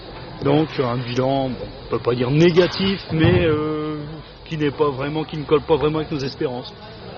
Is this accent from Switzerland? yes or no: no; Douai, Hauts-de-France, France; Bon, nous venons du Nord, nous venons de Douai.